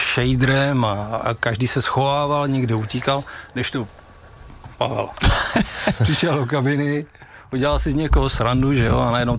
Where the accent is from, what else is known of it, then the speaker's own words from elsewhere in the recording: Prague, Czechia; Já jsem Pražák, jo.